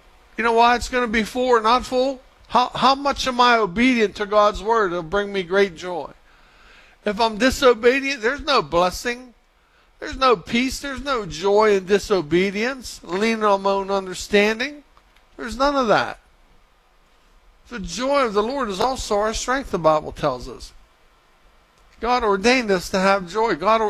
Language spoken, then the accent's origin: English; Weirton, West Virginia, United States; I'm from Weirton, West Virginia.